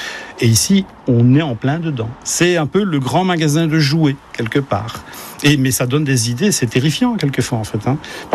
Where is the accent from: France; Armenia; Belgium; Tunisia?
Belgium; Je te dis, je suis belge d'origine, donc c'est quelque chose que j'apprends en même temps en faisant partie du musée